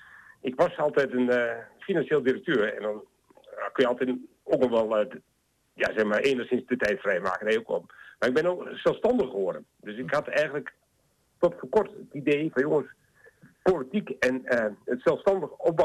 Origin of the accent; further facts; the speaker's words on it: Rijssen, Overijssel, Netherlands; moved away as an adult; also born or lived in Nijverdal; now in Heerde, Netherlands; Een rasechte tukker. En ik ben geboren in Rijssen, heb daar eigenlijk ook mijn hele jeugd gewoond. Ik ging naar de middelbare school in Nijverdal. Dus wat dat betreft, ik heb in twee werelden geleefd. In Rijzen en in Nijverdal.